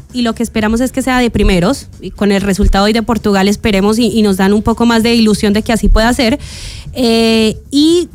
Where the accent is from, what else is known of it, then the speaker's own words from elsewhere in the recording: Medellín, Antioquia, Colombia; yo soy de Medellín. Ya, yo soy paisa, soy de paisa. La zona antioqueña.